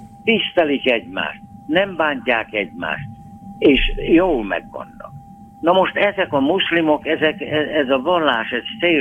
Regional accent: Szabolcs-Szatmár-Bereg, Hungary; born there; egy nyíregyháza melletti faluban laktunk, illetve apám, hát én akkor még nem születtem meg

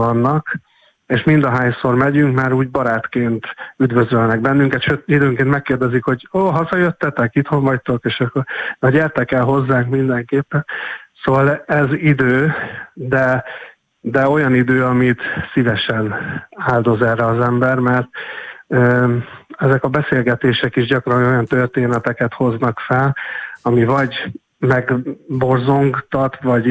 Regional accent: Kecskemét, Bács-Kiskun, Hungary; Mi kecskemétiek vagyunk

